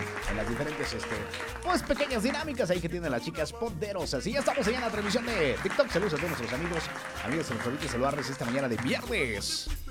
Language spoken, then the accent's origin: Spanish; Mexico; como buenos mexicanos no podemos desaprovechar el día del grito pues para pasarla bien, para disfrutar. Aparte porque también somos, así somos los mexicanos.